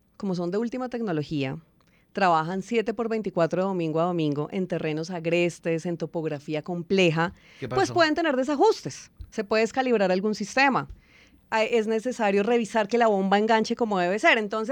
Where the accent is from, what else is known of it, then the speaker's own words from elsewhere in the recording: Manizales, Caldas, Colombia; born there; Yo nací en Manizales, Caldas.